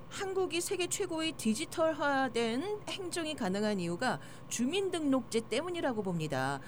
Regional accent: Chungcheong, South Korea; 저도 충청도인데

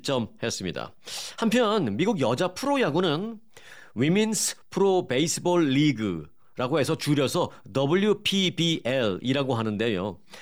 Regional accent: South Korea; now in Los Angeles, United States

